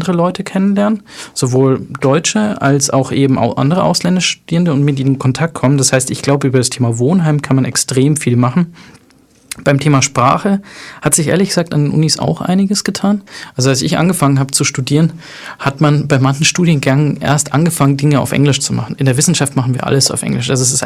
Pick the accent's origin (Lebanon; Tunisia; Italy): Tunisia; Habe ich ja gesagt, meine Mutter kommt aus Tunesien. Ich bin Tunesier.